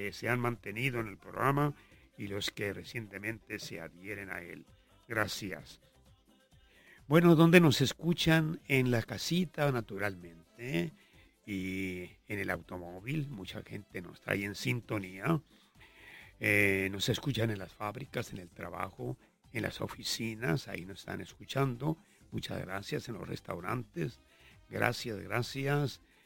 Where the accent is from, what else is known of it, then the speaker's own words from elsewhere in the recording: Puerto Vallarta, Jalisco, Mexico; now in Ensenada, Mexico; allá en mi tierra, en Puerto Vallarta